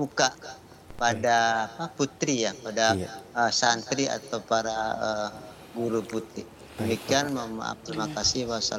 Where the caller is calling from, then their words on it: Depok, West Java, Indonesia; dari Depok.